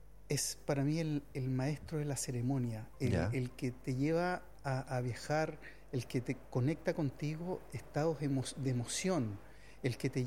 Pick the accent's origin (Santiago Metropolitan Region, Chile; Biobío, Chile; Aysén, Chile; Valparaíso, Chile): Santiago Metropolitan Region, Chile; Santiago; nacido y criado de Santiago.